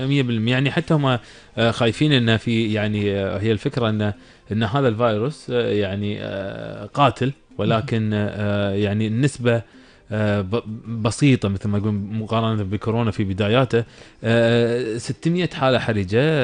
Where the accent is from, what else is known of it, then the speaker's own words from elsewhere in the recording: Kuwait; احنا عندنا بالكويت